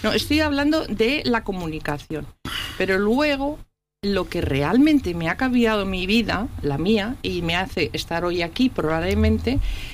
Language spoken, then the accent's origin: Spanish; Madrid, Community of Madrid, Spain; moved away as an adult; yo soy de Madrid, ya lo sabes, pero vine aquí en el año 78, 79, en ese curso a trabajar.